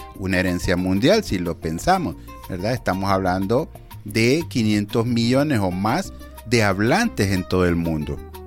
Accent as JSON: {"language": "Spanish", "country": "Honduras", "said": "la obra la sentimos como hondureña, como propia"}